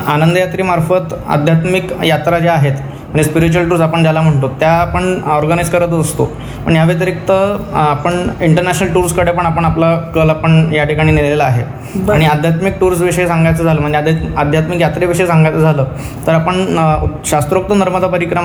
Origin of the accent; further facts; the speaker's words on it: Dhule, Maharashtra, India; also born or lived in Kalyan; माझं बालपण धुळे शहरातच झालं। जन्म माझा कल्याणचा। बालपण सगळं शालेय शिक्षण आणि ज्युनियर कॉलेजचं शिक्षण धुळे शहरात झालं।